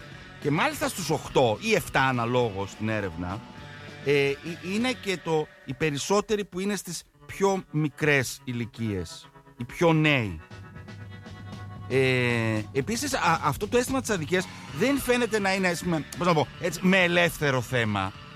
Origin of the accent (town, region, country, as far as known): Greece